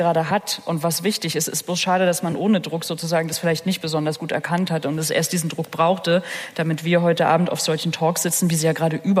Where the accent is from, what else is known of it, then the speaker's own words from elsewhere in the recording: Rostock, Mecklenburg-Vorpommern, Germany; Ich bin auch ein Kind der Transformationsgeschichte. Sie haben es gerade gesagt, in Rostock-Schmal groß geworden.